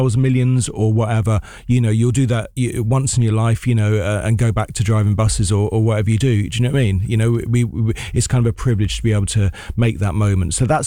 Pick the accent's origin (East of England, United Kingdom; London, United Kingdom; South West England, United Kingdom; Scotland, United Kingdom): London, United Kingdom; my first time in Belgravia, I believe, in all my life as a Londoner.